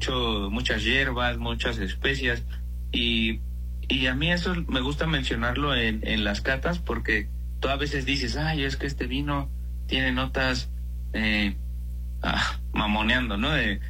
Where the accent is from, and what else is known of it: Mexico